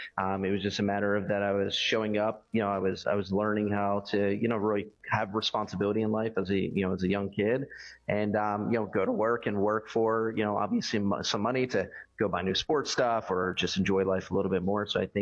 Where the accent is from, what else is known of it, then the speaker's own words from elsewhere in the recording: Philadelphia, Pennsylvania, United States; moved away as an adult; they still live here in the same house that I grew up in South Philadelphia.